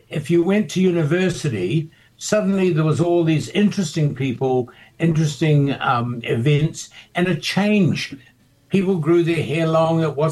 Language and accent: English; Dunedin, Otago, New Zealand; This is my hometown.